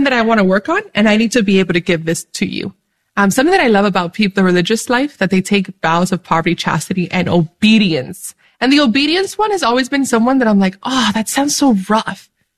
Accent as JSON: {"language": "English", "country": "Dominican Republic", "said": "I'm Dominican from the Dominican Republic, but I'm also Arabic. And my grandfather was raised in Bethlehem"}